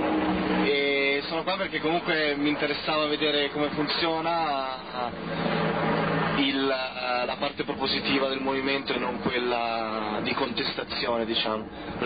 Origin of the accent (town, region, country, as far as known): Milan, Lombardy, Italy